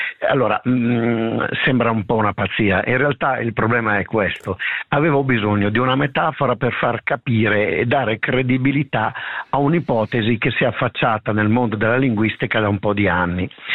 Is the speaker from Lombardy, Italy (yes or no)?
yes; Lombardy, Italy; accent: Lombard dialect; nel mio dialetto, che è un dialetto lombardo